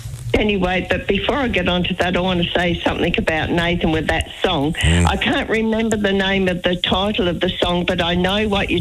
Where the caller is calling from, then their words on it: Birkenhead, South Australia, Australia; I'm ringing from Birkenhead, South Australia.